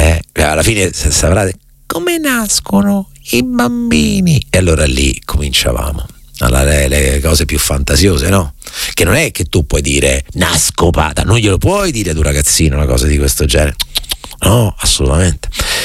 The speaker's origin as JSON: {"language": "Italian", "town": "Recanati", "region": "Marche", "country": "Italy", "said": "sarà che sono da Leopardi, da Reganati"}